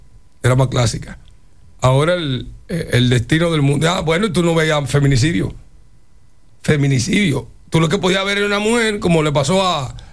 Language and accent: Spanish; San Juan de la Maguana, San Juan, Dominican Republic; aunque tengo familia en Santiago, soy sanjuanero